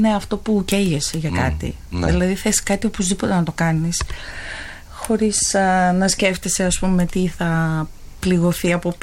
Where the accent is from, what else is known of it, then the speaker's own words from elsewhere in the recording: Trikala, Thessaly, Greece; Είμαι τρικαλινή.